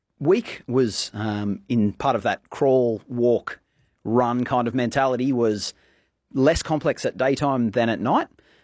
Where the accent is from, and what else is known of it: Gilgandra, New South Wales, Australia; born or raised there